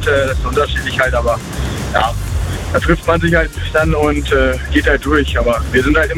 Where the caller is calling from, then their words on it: Lower Saxony, Germany; Ja, hallo … Ich komme aus Harryhausen